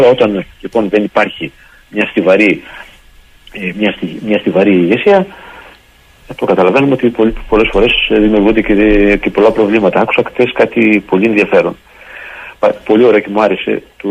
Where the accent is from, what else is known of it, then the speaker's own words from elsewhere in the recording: Epirus, Greece; Στο χωριό μου, στην Ήπειρο, στα ορεινά και στα Τζουμέρκα τα ορεινά.